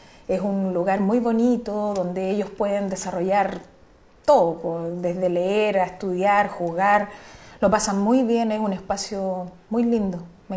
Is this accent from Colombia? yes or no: no; Santiago, Santiago Metropolitan Region, Chile; tengo muy buenos recuerdos de mi infancia, de mi niñez allá en Santiago, lo pasé muy bien, disfruté a concho mi niñez